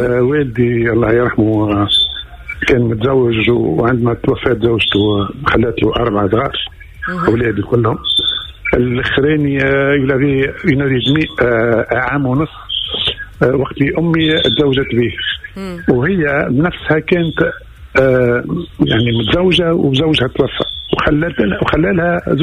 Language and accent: Arabic; Tunisia; وبعد هنا الدار اللي هبتنا فيها في تونس وسكننا فيها